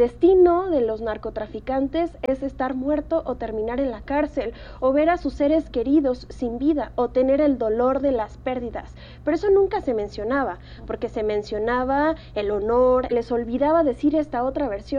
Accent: Mexico

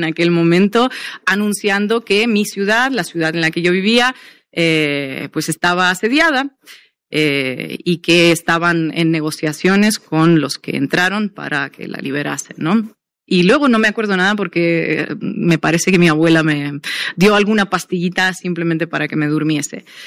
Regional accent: Dagestan, Russia; moved away; Yo nací en Daguestán, que es una región en el sur de Rusia, un clima más caluroso que el que se imaginan

